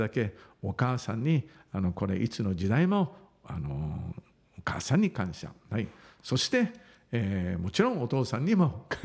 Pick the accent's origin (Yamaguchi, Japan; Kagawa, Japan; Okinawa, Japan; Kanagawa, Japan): Okinawa, Japan; うち沖縄ならではのね、舞台公演でしたね。